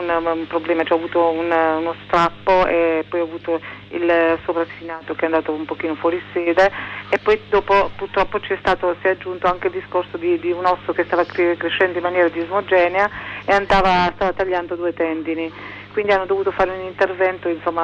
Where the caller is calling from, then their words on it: Brescia, Lombardy, Italy; da Brescia.